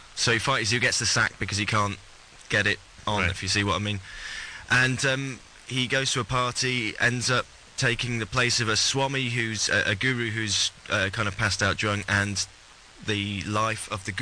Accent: United Kingdom; accent: Cockney British; My father is. I was born and raised in Britain. My mum's born in Ireland.

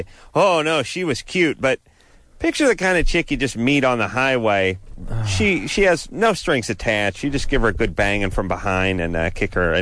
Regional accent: California, United States; But we're from California, so we don't do a lot of rambling and rolling, and we don't even say highway, we say freeway.

